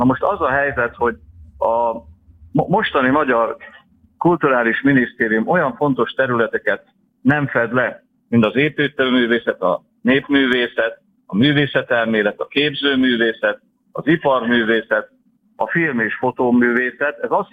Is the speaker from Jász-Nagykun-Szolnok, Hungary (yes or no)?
no; Veszprém County, Hungary; de én Veszprém megyei vagyok